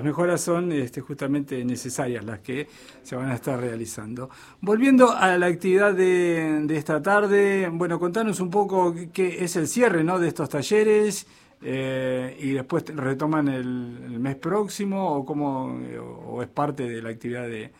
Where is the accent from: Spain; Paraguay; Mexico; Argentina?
Argentina; Para quienes somos de aquí, de Viedma, de Patagones o de la región